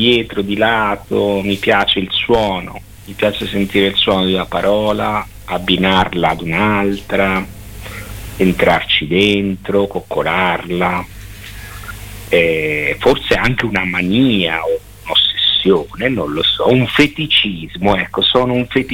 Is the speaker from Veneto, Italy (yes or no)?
no; Esanatoglia, Marche, Italy; io sono nato a San Severino Marche, però sempre vissuto ad Sanatoglia.